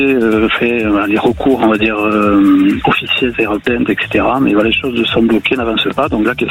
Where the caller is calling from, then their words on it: Occitanie, France; J'appelle à côté de Montauban.